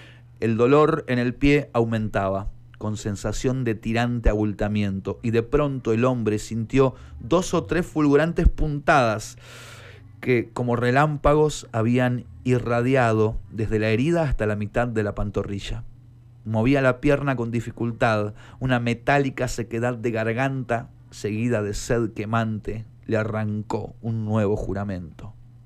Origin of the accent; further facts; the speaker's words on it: Entre Ríos, Argentina; moved away; yo, que soy de Entre Ríos